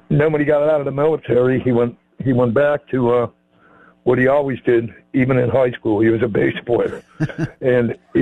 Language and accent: English; Massachusetts, United States; We grew up together down in Massachusetts.